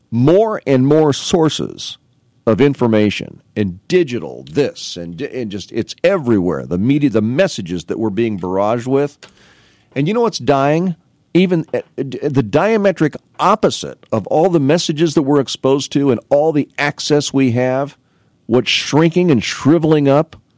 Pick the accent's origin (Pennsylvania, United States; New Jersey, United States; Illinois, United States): Illinois, United States; Canton; born or raised there